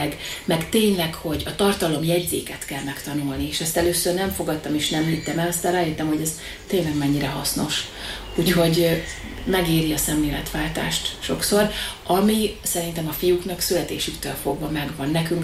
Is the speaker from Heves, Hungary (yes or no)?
yes; Eger, Heves, Hungary; born there; also born or lived in Recsk / Debrecen; Idegerben a 2. gyakorló iskolában énekzenetagozatra iratott be anyukám